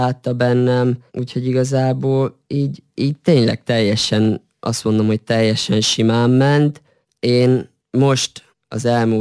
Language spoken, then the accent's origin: Hungarian; Senta, Vojvodina, Serbia; moved away as an adult; zentán is töltöttem úgy a eddigi fiatalságom meghatározó részét. Ott nőttem fel 6 éves koromtól egészen 20 éves koromig. Ott jártam ki az általános iskolát, a gimnáziumot.